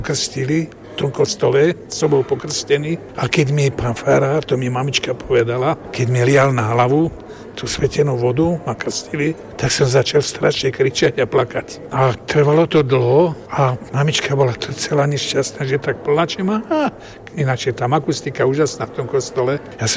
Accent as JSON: {"language": "Slovak", "region": "Trenčín Region", "country": "Slovakia", "tie": "born or raised there", "also_born_or_lived": "Partizánske", "said": "ja som doma v rodnej obci, ja som sa narodil v Partizánskom, ale v Hornej si, kde sme žili, na dedine"}